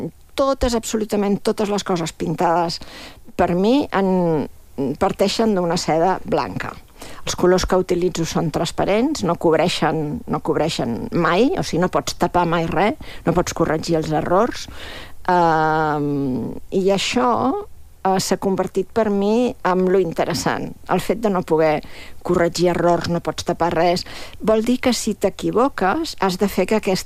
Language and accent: Catalan; Esparreguera, Catalonia, Spain; soc d'Esparreguera, un poble que tradicionalment és molt conegut pel teatre